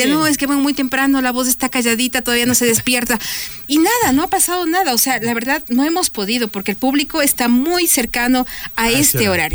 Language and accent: Spanish; Ecuador; No vende, ¿qué quiere vender? Exacto. Así, se así somos